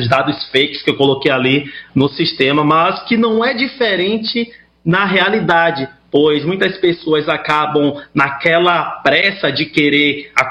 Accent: Salvador, Bahia, Brazil; Não, eu sou de Salvador, Salvador, Bahia.

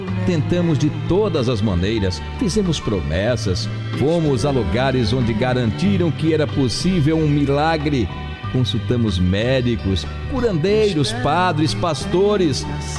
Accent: Sátiro Dias, Bahia, Brazil; sou de Sátiro Dias, na Bahia.

